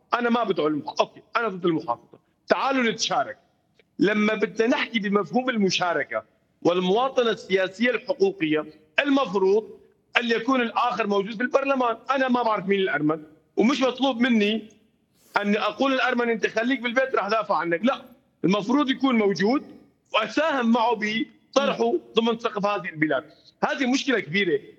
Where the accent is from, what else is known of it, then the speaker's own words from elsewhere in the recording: Al-Hasakah Governorate, Syria; لما بدك تمثلني بدك تدافع عني كمواطن سوري، همومي هذه المحافظة من تنمية وتعليم ومساواة وحقا أن يكونوا جزء من إدارة البلاد، وأدافع عني ككردي أيضا